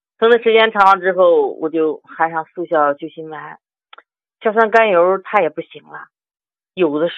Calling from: Chengde, Hebei, China; 我是河北承德的。

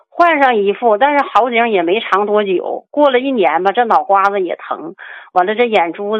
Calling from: Shenyang, Liaoning, China; 我家是沈阳的。

